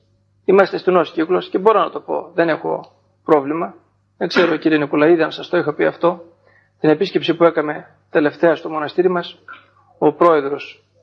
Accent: Trikala, Thessaly, Greece; γιατί εμείς οι Θεσσαλοί, γιατί είναι και πατριώτης μου, είμαι Θεσσαλός, αν μιλάμε όπως δύο παφίτες από εσάς, θα μιλούν και άλλοι και επειδή δεν τον καταλαβαίνετε, έτσι και εμείς όταν μιλάμε δύο τρικαλινοί, δεν μας καταλαβαίνει κανείς Έλληνας.

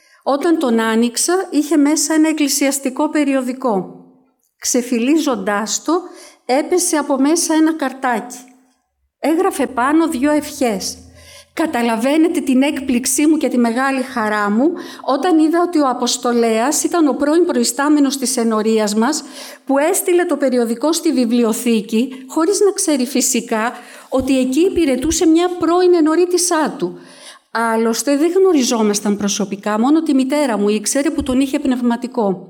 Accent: Athens, Attica, Greece; moved away as an adult; also born or lived in Pyrgos; now in Ilia, Greece; Γεννήθηκα και μεγάλωσα στην Αθήνα. Κύριε Καραμήτρο, ο Πύργος είναι η δεύτερη πατρίδα μου και την αγαπώ πολύ. Αλλά τα τελευταία χρόνια μετακόμισα στην Ηλία, όπου και εργάζομαι.

